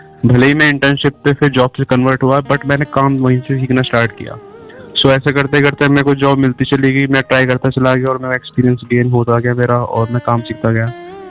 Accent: Faridabad, Haryana, India; और मैं फरीदाबाद का ही रहने वाला हूँ

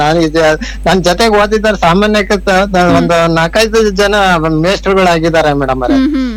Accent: Rameshwara, Karnataka, India; ರಾಮೇಶ್ವರ ಅಂತೇಳಿ ನಮ್ಮ ಹತ್ರ ರಾಮೇಶ್ವರ ನಮ್ಮ ಊರು

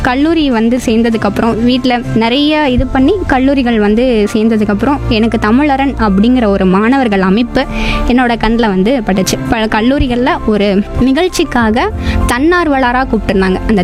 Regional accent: Salem, Tamil Nadu, India; நான் வந்து சேலம் தான் பிறந்து வளர்ந்து இப்ப இருக்கிறது எல்லாமே சேலம்.

